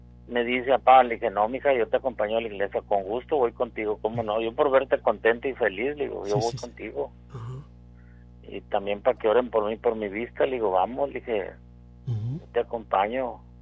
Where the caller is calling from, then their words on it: United States; De Bronzeville.